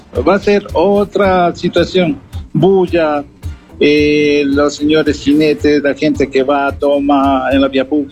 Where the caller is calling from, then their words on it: Sangolquí, Pichincha, Ecuador; yo también soy habitante de Sangolquí.